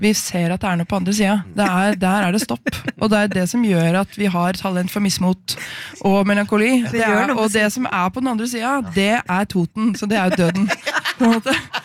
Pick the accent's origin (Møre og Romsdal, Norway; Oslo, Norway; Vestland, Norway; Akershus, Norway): Vestland, Norway; Stord; Stord, så den dialekten lærte jeg meg der.